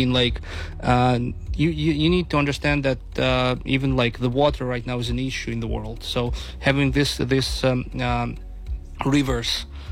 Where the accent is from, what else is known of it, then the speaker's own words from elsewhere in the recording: Hong Kong; English is a second language; I'm coming from Hong Kong. People can speak English, but they cannot speak French, and not all people speak English, for instance, right?